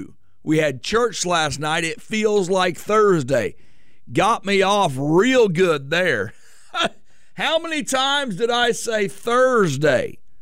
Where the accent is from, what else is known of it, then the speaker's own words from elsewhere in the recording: Canada; born there; did you know that I was born in Canada? I am a Canadian.